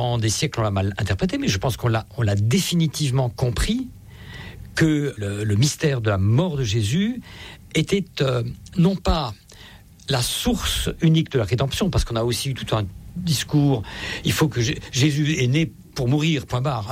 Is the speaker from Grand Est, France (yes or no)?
yes; Grand Est, France; et notamment le Vendredi Saint chez nous en Alsace qui est férié